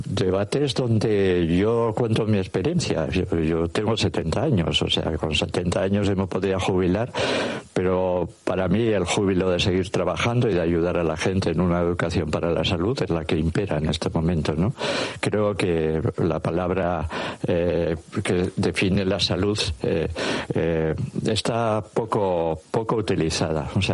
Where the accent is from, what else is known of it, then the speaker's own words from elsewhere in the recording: Durango, Mexico; Yo soy de Durango y mi mamá hacía eso